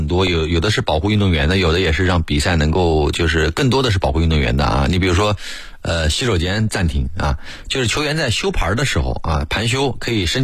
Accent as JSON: {"language": "Chinese", "country": "China", "said": "我们中国人"}